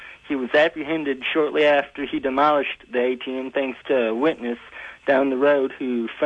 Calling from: Muskoda, Illinois, United States; I'm calling from Muskoda, Illinois.

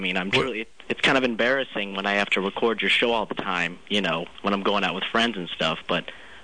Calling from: New York, United States; I'm in New York now

